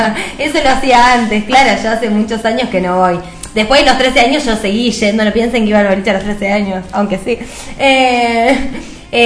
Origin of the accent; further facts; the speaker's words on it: Neuquén, Argentina; moved away as an adult; also born or lived in General Roca, Río Negro; now in Buenos Aires, Argentina; yo nací en Neuquén Capital hasta los 13 años y desde los 13 años hasta, bueno, mis 28 estuve en la ciudad de General Roca.